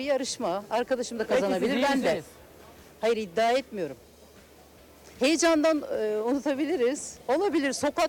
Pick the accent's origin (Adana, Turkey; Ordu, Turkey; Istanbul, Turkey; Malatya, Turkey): Istanbul, Turkey; Ben doğma büyüme Üsküdarlıyım.